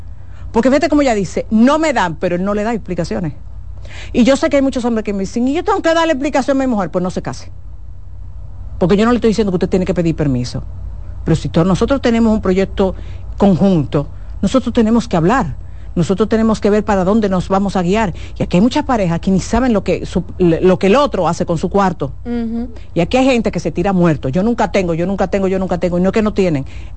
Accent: Dominican Republic; los dominicanos engañamos mucho.

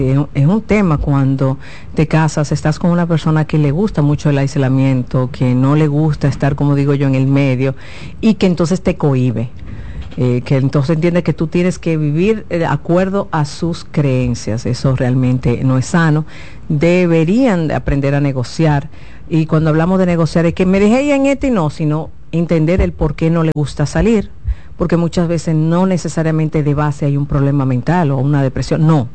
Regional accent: Dominican Republic; Como buena dominicana soy muy puntual

